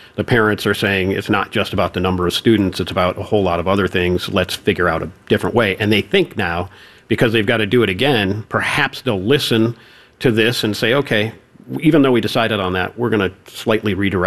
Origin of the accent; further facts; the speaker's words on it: Lakewood, Ohio, United States; I grew up in Lakewood.